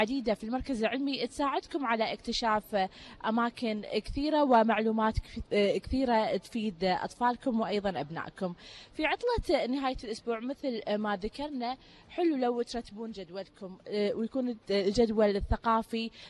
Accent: Kuwait; في ديرتنا الحبيبة الكويت

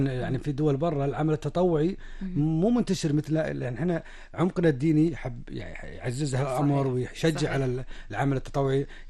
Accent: Kuwait; وهذا أصلا توارثناه بجيناتنا ككويتيين الأعمال التطوعية

